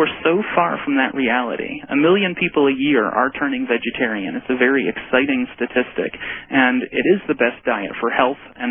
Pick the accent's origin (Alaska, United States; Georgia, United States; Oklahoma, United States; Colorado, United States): Oklahoma, United States; my experience of cows growing up in Oklahoma